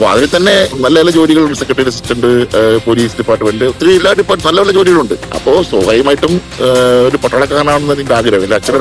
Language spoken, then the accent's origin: Malayalam; Kerala, India; കൊല്ലം എന്റെ വീട് ജില്ല ഇതല്ലെങ്കിൽ പോലും വളരെ അടുത്താണ്.